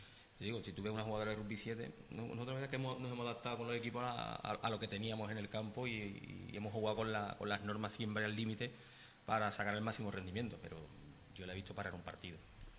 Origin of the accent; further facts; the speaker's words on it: Cádiz, Andalusia, Spain; born there; moved away as an adult; now in Sanlúcar de Barrameda, Spain; Yo soy de Cádiz, de Antonio López.